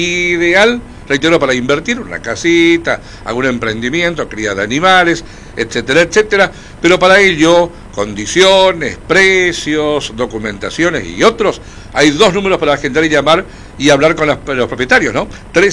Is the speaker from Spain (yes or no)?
no; Argentina; sos argentino, por el hecho de ser argentino, nosotros que somos vecinos, nos dejan entrar